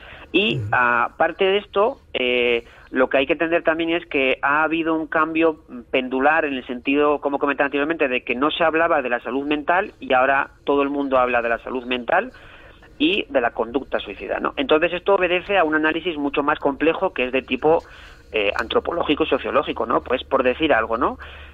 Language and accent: Spanish; Asturias, Spain; yo que soy de origen asturiano, me decían en el pueblo, tú guaje de quiñes, ¿no? Que tú de quién eres, ¿no?